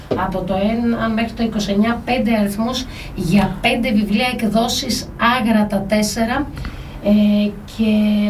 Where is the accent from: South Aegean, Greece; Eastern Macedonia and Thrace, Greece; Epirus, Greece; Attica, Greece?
Epirus, Greece; now in Antikyra, Greece; Στη Θεσπρωτεία, είμαστε Τσιθεσπρωτείας εμείς.